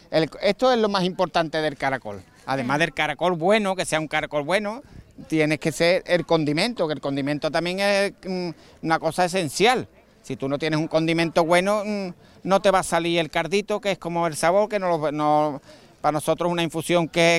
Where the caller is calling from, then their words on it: Seville, Andalusia, Spain; nosotros somos de Sevilla, de Sevilla capital.